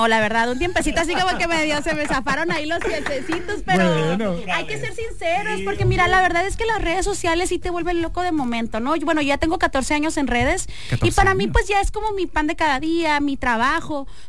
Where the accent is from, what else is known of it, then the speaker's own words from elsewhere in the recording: Culiacán, Sinaloa, Mexico; pues yo soy de Culiacán, Sinaloa